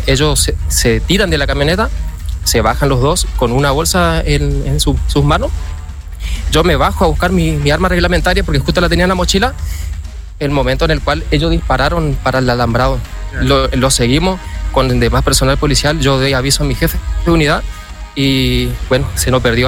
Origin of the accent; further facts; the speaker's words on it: Basail, Chaco, Argentina; Sí, de Basail, trabajo en la comisaría de Basail